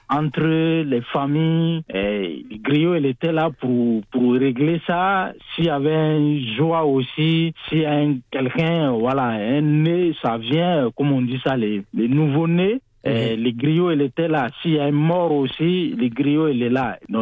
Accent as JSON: {"language": "French", "region": "Hauts-Bassins", "country": "Burkina Faso", "tie": "born or raised there", "also_born_or_lived": "Toulouse", "moved": "as an adult", "lives_now": "near Marseille, France", "said": "Mon pays, c'est Burkina Faso. Moi, je suis né à côté de la deuxième capitale de Bobo Dioulasso. C'est à côté de Bobo Dioulasso et la ville s'appelle Toronso. Okay. Voilà, donc moi, je suis né là-bas, c'est un petit village, et voilà, je suis au Burkina Faso."}